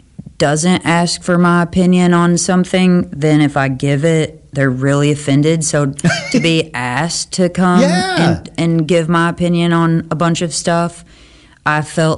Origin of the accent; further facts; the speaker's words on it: Hickman, Kentucky, United States; accent: Western Tennessee; also born or lived in Western Tennessee; I love Western Tennessee. It's actually what my accent sounds like. But I grew up in a little river town called Hickman, Kentucky, and that is the most western tip of Kentucky.